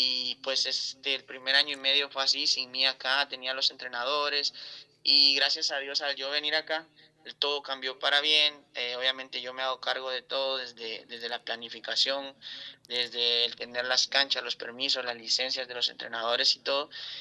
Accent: Guatemala; now in United States; vine a Estados Unidos por decisión propia o mi familia porque buscáramos un futuro mejor. Nosotros tuvimos que salir de Guatemala porque obviamente estábamos sufriendo extorsiones

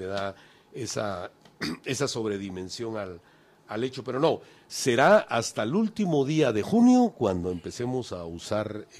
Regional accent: Guatemala

